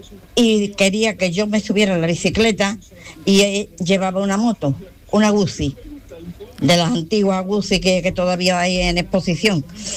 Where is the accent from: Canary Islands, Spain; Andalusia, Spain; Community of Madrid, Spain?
Andalusia, Spain; Carmona; mi padre arregló una bicicleta para un familiar de Carmona, porque somos de Carmona.